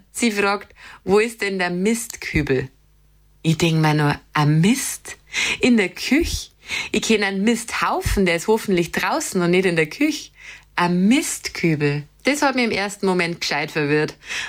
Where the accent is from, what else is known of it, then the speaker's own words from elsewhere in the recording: Bavaria, Germany; accent: Bavarian; Aber irgendwie liebe ich genau deswegen unseren Dialekt.